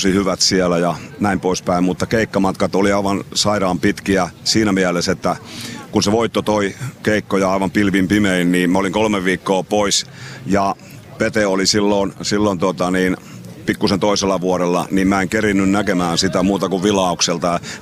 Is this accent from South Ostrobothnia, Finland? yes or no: yes; Alavus, South Ostrobothnia, Finland; accent: South Ostrobothnian; also born or lived in Kuortane / Helsinki / Ylitornio; now in Seinäjoki, Finland; mä oon syntynyt Alavudella Rantateosen kylässä puhelustehtaan varjossa ja sieltä on muuttanut sitten Kuortaneelle vuonna 73, kun äiti kuoli. Ja sieltä sitten eri paikkakunnille, muun muassa Helsingissä asunut jonkun aikaa ja 84 asuin Seinäjoella noin 5 vuotta.